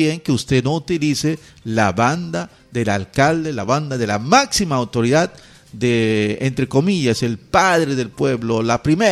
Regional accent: Tocache, San Martín, Peru; Yo que soy de Tocache, no voy a comportarme como cualquier chancho, ¿no?

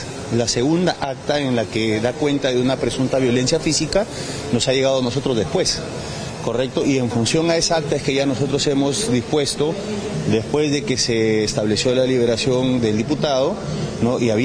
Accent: Lambayeque, Peru; Yo vengo de Lambayeque, y es una región donde ellos siguen operando las obras de trasvase de Olmos

